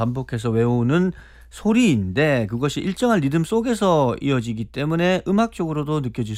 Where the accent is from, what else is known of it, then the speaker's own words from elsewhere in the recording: Gyeongsang, South Korea; moved away; 제가 경상도 출신인데